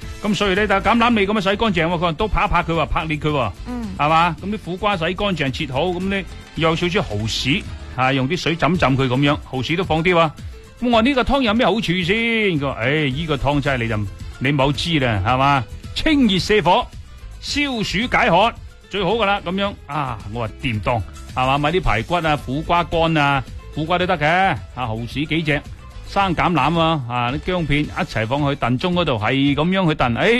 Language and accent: Cantonese; Guangdong, China; 我哋广东人